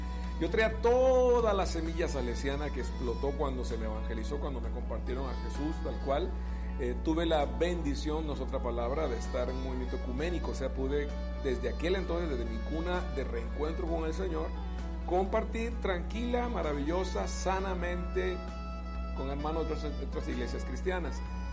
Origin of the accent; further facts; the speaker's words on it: Costa Rica; uno de los cantantes más famosos de mi país natal, de Costa Rica